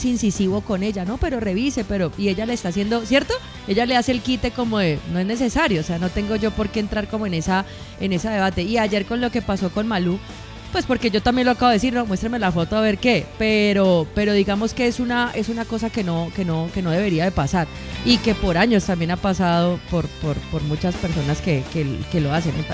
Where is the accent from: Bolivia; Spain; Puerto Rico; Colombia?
Colombia; yo creo que a nosotros como colombianos nos abunda